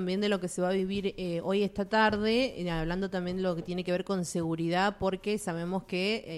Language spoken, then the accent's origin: Spanish; Argentina; porque sabemos que a los argentinos somos argentinos.